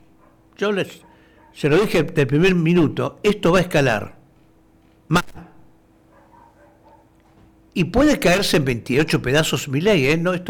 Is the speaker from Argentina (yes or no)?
yes; Argentina; Acá nosotros como argentinos no.